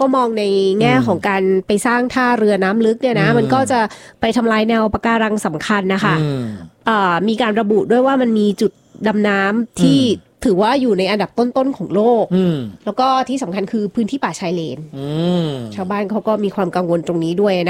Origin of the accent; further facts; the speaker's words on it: Chumphon, Thailand; ในฐานะที่เป็นคนใต้คนชุมพรด้วยเหมือนกันเนี่ยนะคะ